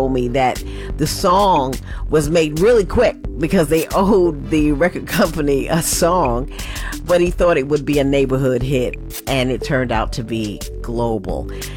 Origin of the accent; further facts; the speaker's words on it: New York City, New York, United States; from the streets of my hometown of Harlem